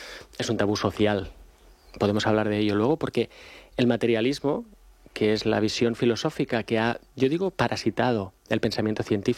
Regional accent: Barcelona, Catalonia, Spain; now in Alicante, Spain; Sí, sobre todo en Alicante, que es donde vivo, aunque yo soy de Barcelona, pero ya hace casi 10 años que estoy en Alicante.

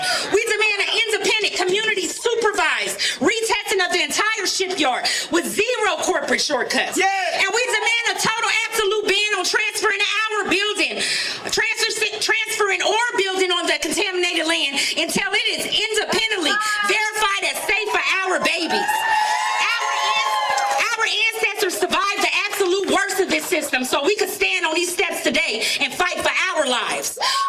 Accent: San Francisco, California, United States; I am born and raised in Bayview Hunters Point, Double Rocks to be exact. I'm a Bayview Hunters Point down to my very bones.

